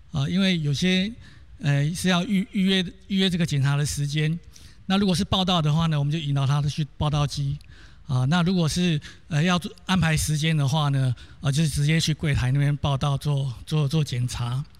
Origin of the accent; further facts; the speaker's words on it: Taoyuan, Taiwan; 那我来自桃园